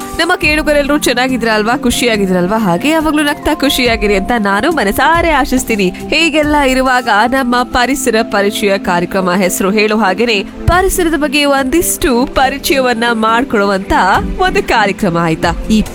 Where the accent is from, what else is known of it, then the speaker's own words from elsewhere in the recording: Shivamogga, Karnataka, India; ನಾವು ಶಿವಮೊಗ್ಗದವರು